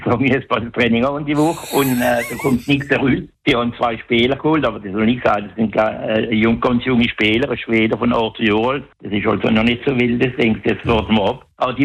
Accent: Egypt; Ich bin Ägypter.

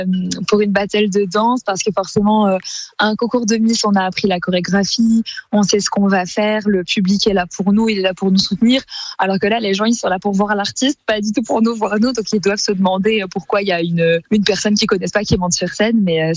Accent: Metz, Grand Est, France; Surtout quand j'ai dit que je venais de Metz, j'ai senti que la foule était très contente de savoir que quelqu'un de Metz était sur scène.

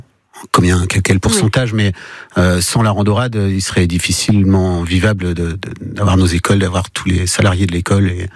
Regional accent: Brittany, France; je suis moi-même bretonnant de l'enfance

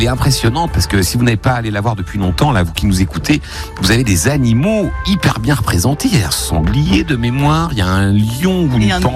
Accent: Paris, Île-de-France, France; accent: Parisian; now in Nancy, France; moi je suis un Parisien de Nancy, hein, donc je dis Châtenois à la Parisienne

